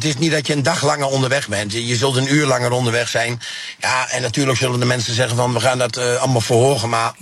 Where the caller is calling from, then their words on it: Almelo, Overijssel, Netherlands; ik kom dan uit Almelo